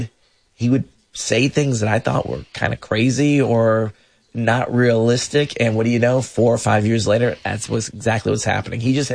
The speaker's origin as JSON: {"language": "English", "town": "Orlando", "region": "Florida", "country": "United States", "tie": "born or raised there", "said": "You know, Orlando has a great, you know, we're all from Orlando. We all grew up here. Still feels small to us."}